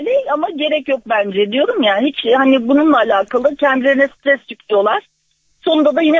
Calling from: Gebze, Kocaeli, Turkey; Kocaeli Gebze'den arıyorum.

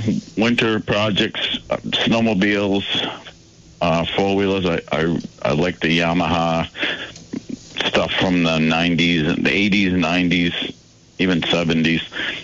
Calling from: Danville, Vermont, United States; I'm calling from Danville

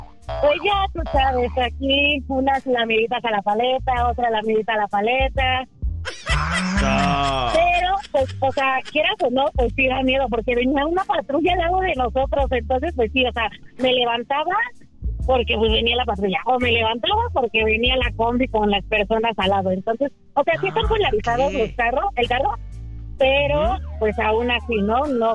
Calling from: Ixtapaluca, State of Mexico, Mexico; No, somos de Ixtapaluca, venimos de la Ciudad de México.

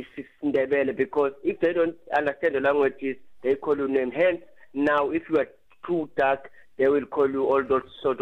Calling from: KwaZulu-Natal, South Africa; here in KZN, because I live in KZN, I know what I'm talking about.

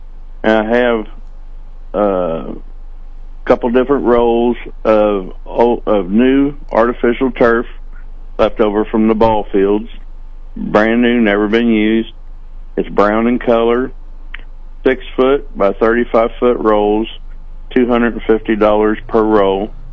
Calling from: Sedalia, Missouri, United States; I'm in Sedalia

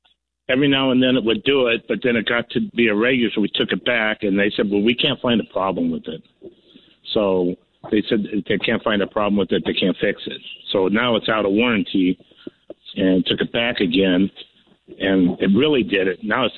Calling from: Henderson, Texas, United States

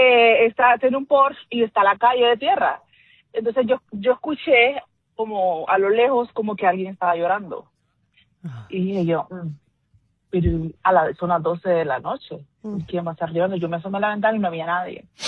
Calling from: Honduras; yo soy de Honduras.

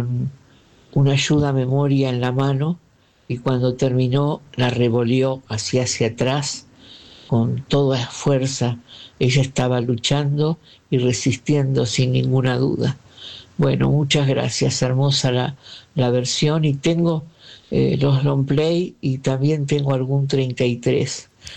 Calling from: Buenos Aires, Argentina

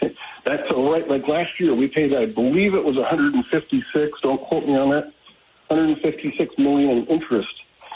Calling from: Oregon, United States

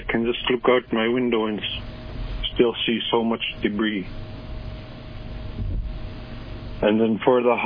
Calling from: Kwigillingok, Alaska, United States; Yes, I'm calling in from Quigilingok. I'll give a brief introduction.

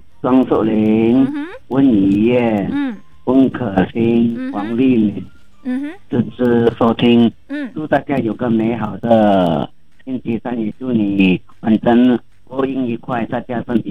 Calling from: Kuching, Sarawak, Malaysia

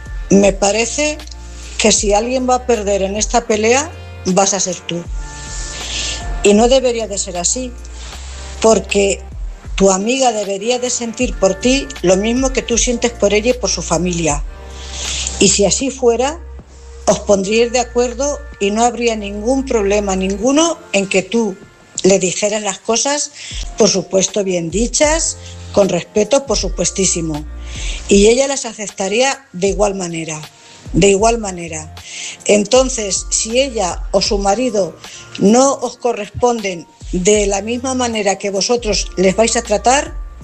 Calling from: Cuenca, Castilla-La Mancha, Spain; corresponsal de Cuenca.

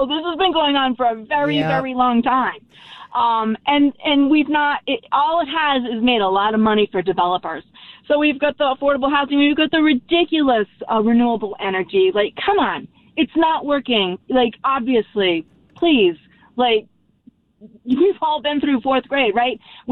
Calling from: Barrington, Rhode Island, United States; I'm from Barrington.

